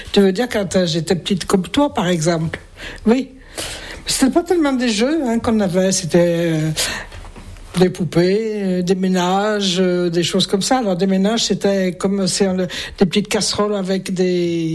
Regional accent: Saint-Chamond, Auvergne-Rhône-Alpes, France; moved away; j'habitais à Saint-Chamond, parce que j'étais élevée à Saint-Chamond, en fait. Mais je les ai perdus de vue, parce que je suis plus à Saint-Chamond, ça fait un moment déjà.

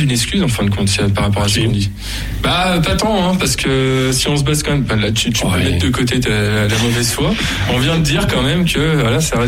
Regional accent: France; je suis français.

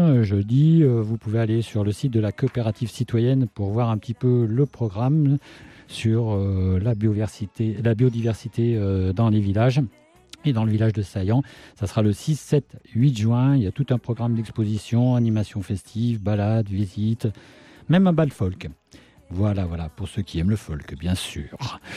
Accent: Auvergne-Rhône-Alpes, France; accent: Beaujolais; mon accent du Beaujolais

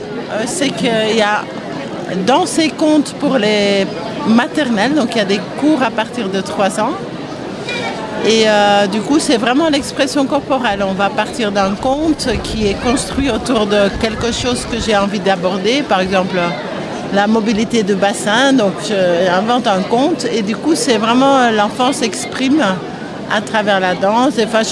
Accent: Flanders, Belgium; French is a second language; moved away as an adult; now in France; Je suis flamande.

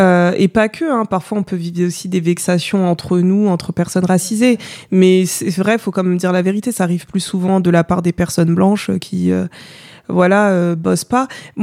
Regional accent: Paris, Île-de-France, France; Mais avant, je disais « Bah, je suis française. » Tu vois, ou « Je viens de Paris. »

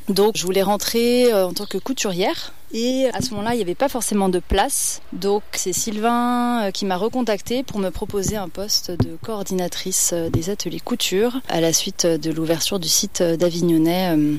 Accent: Auvergne-Rhône-Alpes, France; moved away as an adult; now in Trièves, France; il y a eu d'abord une envie de déménager dans le Trièves, puisque je suis originaire plutôt de la Loire.

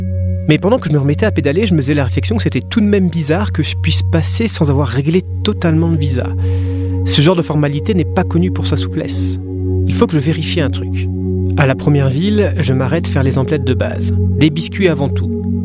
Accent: France; je suis français.

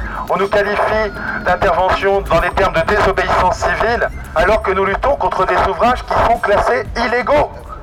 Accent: Nouvelle-Aquitaine, France; Merci, nous on vient de la campagne des Deux-Sèvres, ça fait chaud au cœur.

